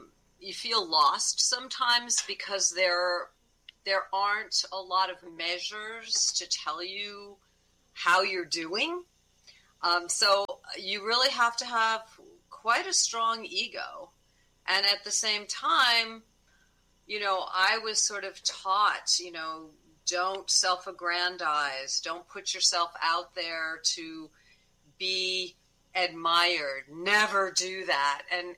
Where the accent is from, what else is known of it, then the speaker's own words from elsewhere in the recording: New York, United States; also born or lived in California; Well, I grew up in New York and went to Rhode Island School of Design, moved out to California and went to graduate school.